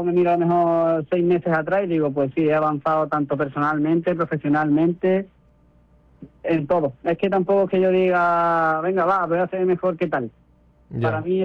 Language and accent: Spanish; Ronda, Andalusia, Spain; also born or lived in Cali / Madrid; now in Seville, Spain; para mí sería un sueño poder vestir el uniforme de Policía Nacional allí en mi ciudad.